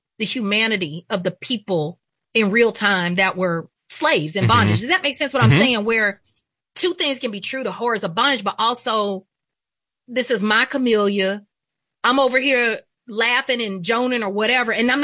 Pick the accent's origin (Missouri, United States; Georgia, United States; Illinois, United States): Georgia, United States; I'm from Georgia. We in South Carolina, the Deep South.